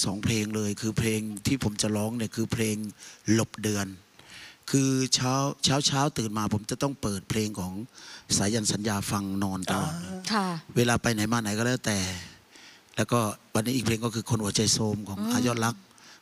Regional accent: Southern Thailand, Thailand; ด้วยความเป็นคนใต้เนี่ยคำว่าเวียนครกนี่มันเหมือนกับเราโตมาเกิดมาปุ๊บ

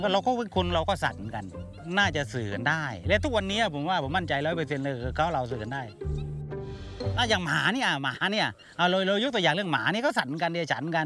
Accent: Ranot, Songkhla, Thailand; ซึ่งที่นี่เป็นบ้านเกิดผม

